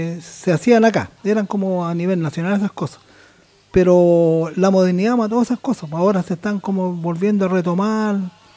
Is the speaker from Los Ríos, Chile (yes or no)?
no; Rancagua, O'Higgins, Chile; moved away; yo soy un poco más al sur. Yo soy de la ciudad de Rancagua, al lado está la comuna del Olivar.